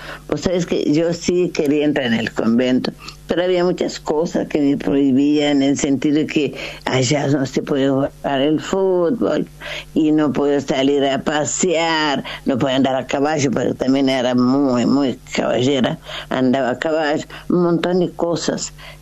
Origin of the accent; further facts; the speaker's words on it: Cape Verde; now in Argentina; Cabo Verde es mi tierra, Argentina es mi tierra, los chicos caboverdianos son míos